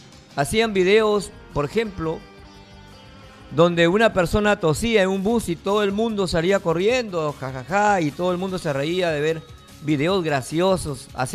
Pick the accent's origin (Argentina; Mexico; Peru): Peru; Tenemos cosas positivas los peruanos.